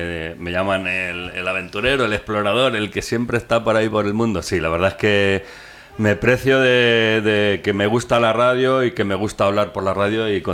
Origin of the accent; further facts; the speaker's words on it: Fuensalida, Castilla-La Mancha, Spain; accent: manchego; moved away as an adult; Yo soy de Fuensalida. Ah, pueblo de los zapatos.